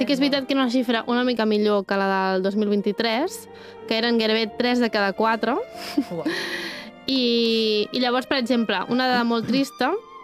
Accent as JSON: {"language": "Catalan", "town": "Castellbisbal", "region": "Catalonia", "country": "Spain", "said": "Jo, per exemple, a Castellbisbal, que és el meu poble"}